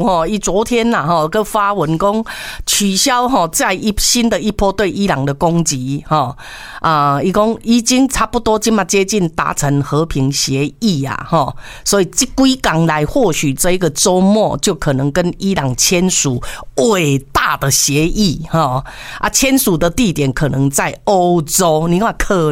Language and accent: Chinese; Taiwan; 我们中国，我们是台湾的，